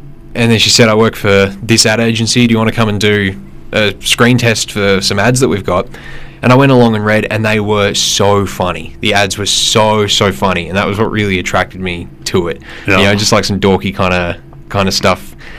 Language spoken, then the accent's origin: English; Ulverstone, Tasmania, Australia; moved away as an adult; now in Canada; we were performing in Ulverston, which is on the northwest coast. It's it's basically my hometown. We grew up on a farm just outside of it.